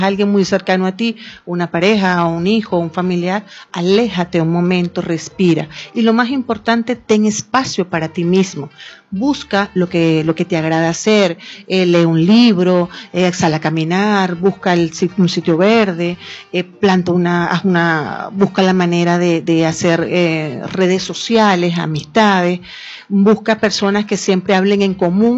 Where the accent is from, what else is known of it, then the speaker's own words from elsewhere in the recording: Venezuela; como somos los venezolanos, resilientes, alegres